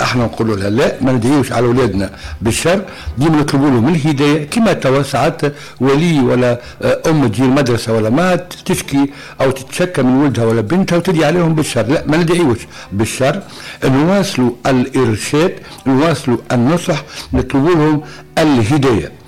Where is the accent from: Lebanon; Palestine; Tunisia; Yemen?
Tunisia; وربي يحفظ بلادنا تونس على الخضراء من قلوب الحاقدين والحاسدين.